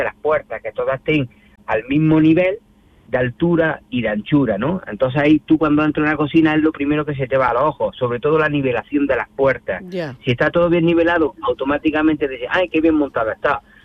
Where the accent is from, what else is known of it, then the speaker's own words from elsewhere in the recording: Granada, Andalusia, Spain; Somos de Granada.